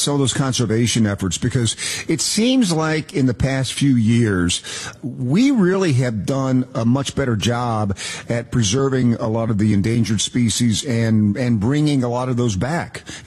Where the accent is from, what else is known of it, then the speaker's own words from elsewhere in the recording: Knoxville, Tennessee, United States; So I grew up in Knoxville, Tennessee, the home of the Smoky Mountains and black bears everywhere.